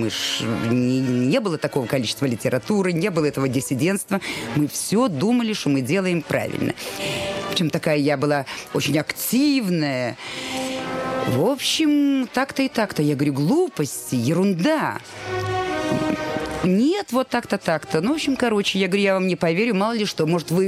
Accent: Kyiv, Ukraine; а я киевлянка.

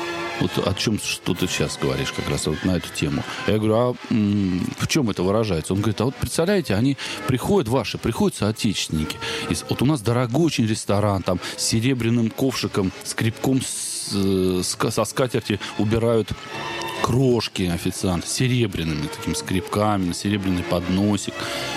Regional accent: Russia

